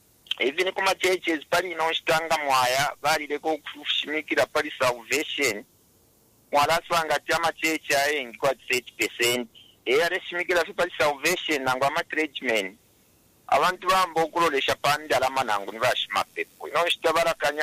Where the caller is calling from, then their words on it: Makeni, Lusaka Province, Zambia; is in Makeni, right now.